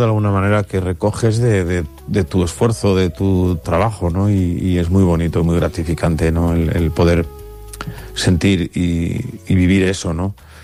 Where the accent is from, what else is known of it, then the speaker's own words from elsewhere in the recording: Pamplona, Navarre, Spain; en mi tierra, en Pamplona